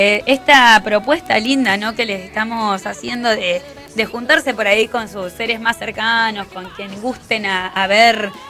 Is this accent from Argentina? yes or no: yes; Perito Moreno, Santa Cruz, Argentina; mucha gente de mi pueblo se va a acordar que era una oleada de odaliscas, sí. Perito Moreno.